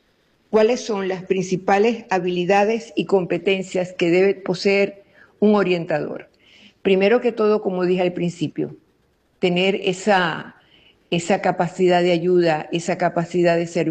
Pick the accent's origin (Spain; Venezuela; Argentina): Venezuela; como todo venezolano nos ha pasado